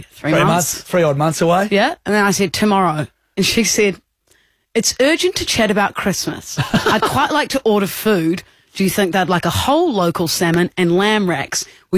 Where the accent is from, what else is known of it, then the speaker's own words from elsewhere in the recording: New Zealand; accent: New Zealand; Obviously, I'm from New Zealand, Kilda, if you didn't tell by the accent.